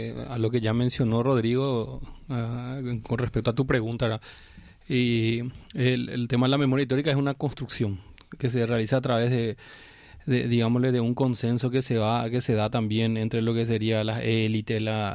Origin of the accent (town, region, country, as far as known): Paraguay